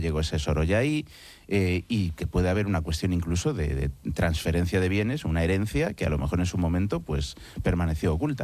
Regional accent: Galicia, Spain

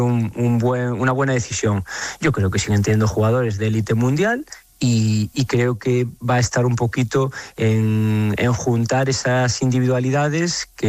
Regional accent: Galicia, Spain

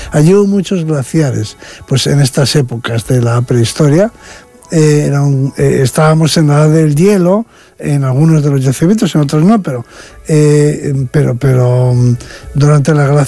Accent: Bilbao, Basque Country, Spain; pero yo todavía he conocido de niño, en mi casa, en Bilbao, por ejemplo, no había frigoríficos

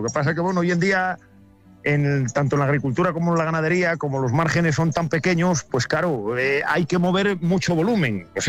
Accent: Pobladura del Bernesga, Castile and León, Spain; Yo soy de los pueblos allí pegando a León Capital, allí del Alfoz de León. Soy, bueno, nacido y criado en Pobladura del Bernesga, pero bueno, vivo en Lorenzana

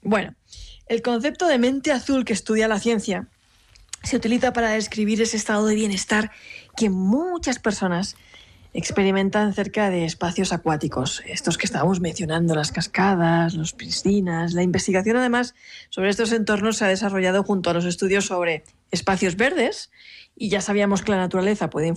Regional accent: Alicante, Valencian Community, Spain; O sea, yo, por ejemplo, que soy del Mediterráneo, de Alicante

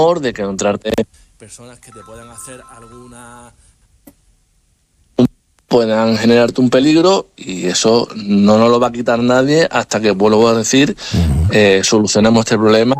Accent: Spain; observar cómo iré yo, que soy español y cristiano

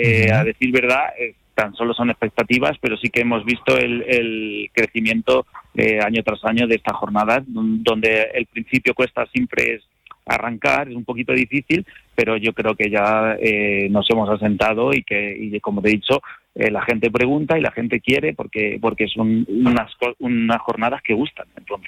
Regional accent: Motilla del Palancar, Castilla-La Mancha, Spain; yo, como motillano, como conquense y como castellano manchego

